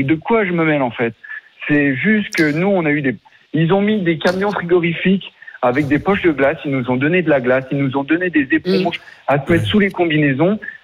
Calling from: Mandelieu-la-Napoule, Provence-Alpes-Côte d'Azur, France; Moi, j'habite à Mandelieu, donc il fait chaud.

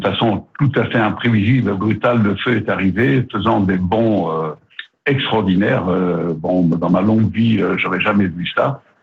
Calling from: Correns, Provence-Alpes-Côte d'Azur, France; moi j'habite à Corins dans un quartier qui s'appelle le Domaine des Astras. Je suis vigneron.

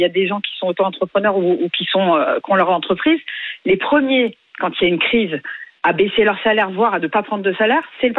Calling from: Bayonne, Nouvelle-Aquitaine, France; J'habite à Bayonne

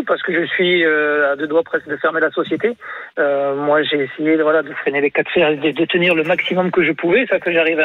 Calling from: Bordeaux, Nouvelle-Aquitaine, France; nous on a beaucoup de famille en Espagne, donc moi je suis sur Bordeaux

